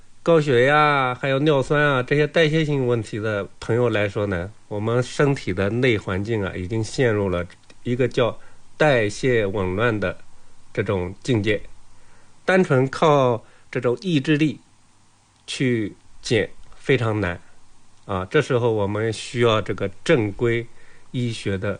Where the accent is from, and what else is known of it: China